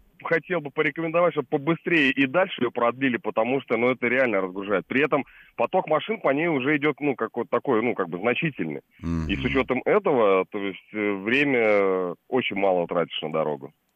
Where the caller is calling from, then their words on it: Moscow, Russia; Москва, да.